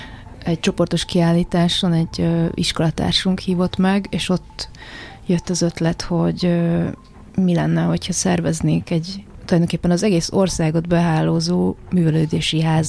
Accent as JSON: {"language": "Hungarian", "country": "Hungary", "tie": "born or raised there", "said": "Én magam is egy Budapest közeli településen nőttem fel, ami csak 15 éve város"}